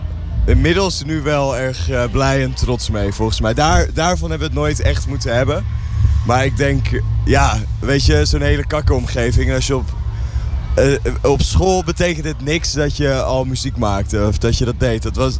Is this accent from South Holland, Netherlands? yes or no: no; North Holland, Netherlands; Ja, schaamtevol geef ik toe altijd dat ik uit het Gooi kom.